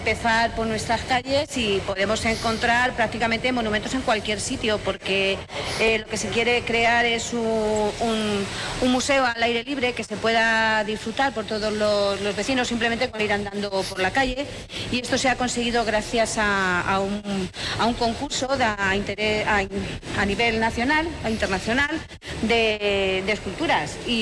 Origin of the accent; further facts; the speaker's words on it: Albacete, Castilla-La Mancha, Spain; Muchísimo, claro, como buena albaceteña.